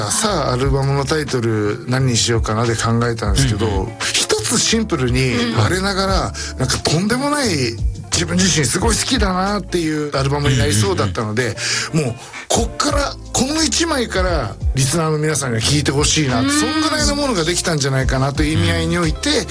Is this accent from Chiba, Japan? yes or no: yes; Chiba, Japan; moved away as an adult; also born or lived in Hokkaido; now in Tokyo, Japan; 私自身は千葉県千葉市出身なんですけど、